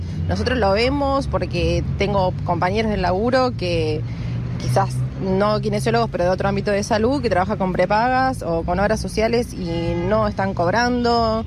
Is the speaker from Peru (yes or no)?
no; Buenos Aires, Argentina; Soy de acá, de Capital, y soy kinesióloga.